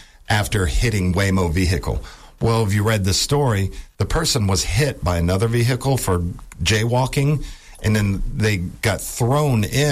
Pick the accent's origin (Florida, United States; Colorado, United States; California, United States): Florida, United States; Tallahassee; I'm from Tallahassee.